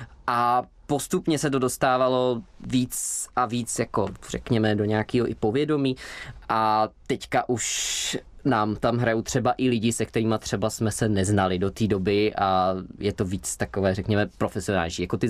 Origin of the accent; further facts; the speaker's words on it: Prague, Czechia; born there; also born or lived in Slovakia; jsem se narodil na Slovensku, mám tam kořeny, oba moji rodiče jsou ze Slovenska, ale zároveň už od svých 4 let žiju tady v Praze, to znamená od základní školy už tady i studuju